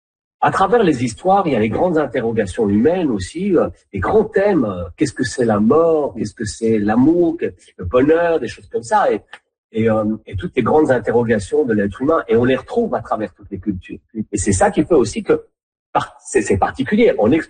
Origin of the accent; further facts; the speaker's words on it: Belgium; puisque moi j'ai grandi en Belgique.